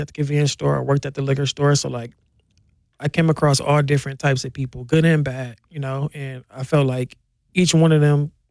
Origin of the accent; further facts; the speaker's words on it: Milwaukee, Wisconsin, United States; Without a doubt, the North Side.